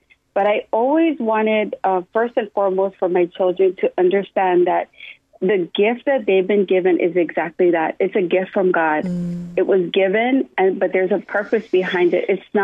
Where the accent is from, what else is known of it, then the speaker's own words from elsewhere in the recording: Waimanalo, Hawaii, United States; I'm from Wamanala, born and raised